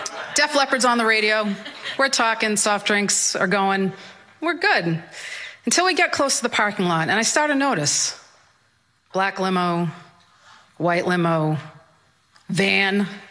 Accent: Malden, Massachusetts, United States; I'm from Malden, Massachusetts

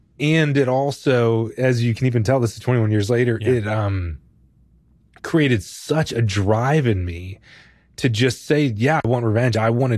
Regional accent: Raleigh, North Carolina, United States; I grew up in Raleigh, North Carolina, where college sports are really big, and NC State had a football team, and I grew up sort of like loving their team.

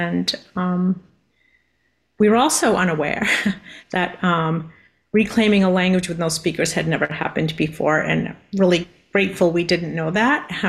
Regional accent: Mashpee, Massachusetts, United States; I'm from the Mashpee Wampanoag tribe

